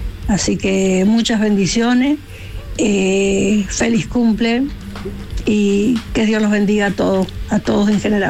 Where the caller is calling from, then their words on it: Colonia Bombal, Mendoza, Argentina; de Colonia Bombal.